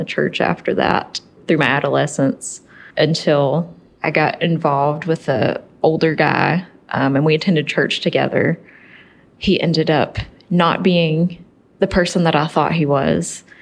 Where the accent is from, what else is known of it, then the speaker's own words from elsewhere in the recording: Tazewell County, Virginia, United States; moved away as an adult; also born or lived in New England; now in Nelson County, Virginia, United States; I was born and raised in Tazewell County, Virginia. My family's from Buchanan County.